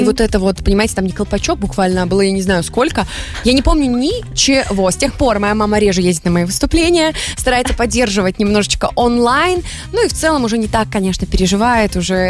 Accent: Belarus; moved away as an adult; now in Moscow, Russia; А мы уже теперь в Москве. Мы теперь белорусы в Москве.

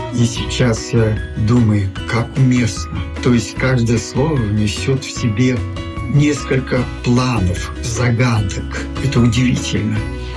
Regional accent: Ivashkovichi, Gomel Region, Belarus; born there; now in Mogilev, Belarus; Я родился на Полесье, деревне Ивашковичи, в Петриковском районе.

